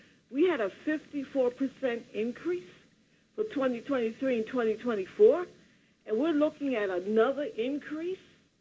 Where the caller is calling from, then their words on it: Bronx, New York, United States; I'm calling from the Bronx, and I'm calling from the Mitchell Lama development.